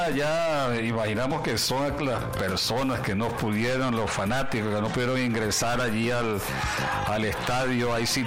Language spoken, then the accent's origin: Spanish; Barquisimeto, Lara, Venezuela; Barquisimeto, mi ciudad natal